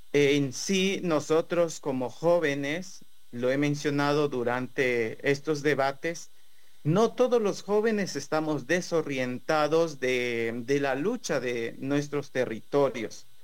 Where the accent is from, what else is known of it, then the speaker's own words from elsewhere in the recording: Orellana, Ecuador; yo vengo de la provincia de Arellana, perteneciente a la parroquia de Ayuma, de la comunidad Shuarzaquim.